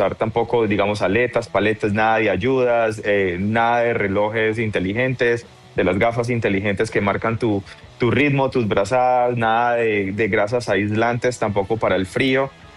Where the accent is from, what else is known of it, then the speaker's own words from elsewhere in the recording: Colombia; now in San Francisco, United States; yo estoy representando a Colombia, uh-huh, porque pues soy nadador colombiano.